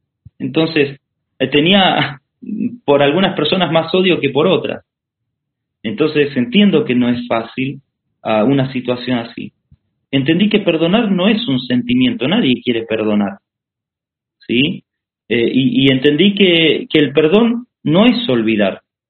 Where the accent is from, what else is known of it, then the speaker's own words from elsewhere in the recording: Argentina; now in Brazil; acá de Brasil, donde estamos ahora. Y yo estaba en Argentina, estaba haciendo trabajos misioneros en mi país, hice en otros países también.